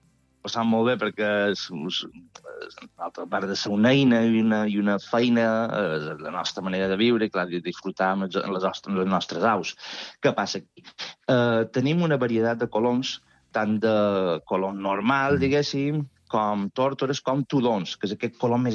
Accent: Mallorca, Balearic Islands, Spain; Sóc a Mallorca, de Mallorca, sí.

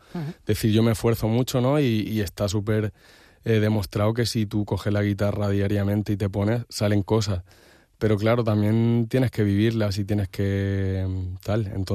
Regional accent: Barcelona, Catalonia, Spain; moved away as an adult; now in Palma, Spain; Ja a Barcelona sempre sortir a la muntanya quasi diàriament, perquè el meu poble connecta amb la muntanya

